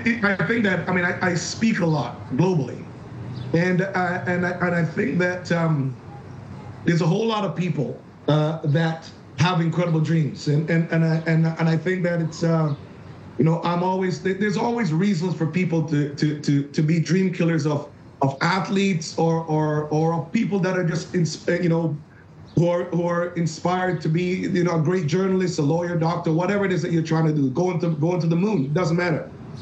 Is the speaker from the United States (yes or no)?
no; Jamaica; born there; Oh, I think that I was born in Jamaica.